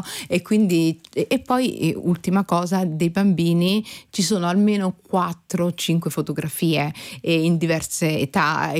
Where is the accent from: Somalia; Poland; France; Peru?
Somalia; ma penso anche al mio paese di origine, la Somalia, che tra tutte le colonie è quella più dimenticata e quella meno raccontata.